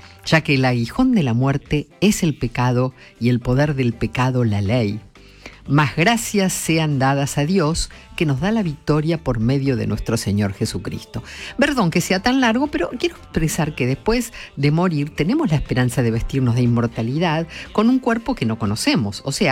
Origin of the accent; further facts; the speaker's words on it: Eldorado, Misiones, Argentina; De El Dorado, Misiones.